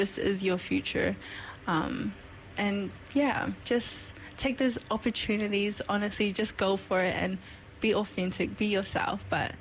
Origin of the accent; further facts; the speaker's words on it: New Zealand; born there; as a Kiwi, as someone being born in New Zealand, I'm proud of just being able to be proud of my identity. As a Samoan